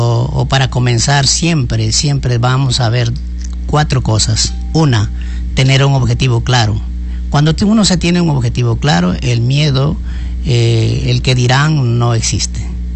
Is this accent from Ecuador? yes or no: yes; San Juan Bosco, Morona Santiago, Ecuador; soy del Cantón San Juan Bosco, pero ahora voy a trabajar con ustedes.